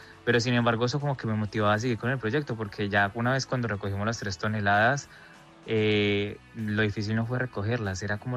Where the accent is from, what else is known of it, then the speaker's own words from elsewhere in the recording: Pereira, Risaralda, Colombia; porque pues yo soy de Pereira y realmente como que viví eso muy de cerca, pero pues tras una pantalla.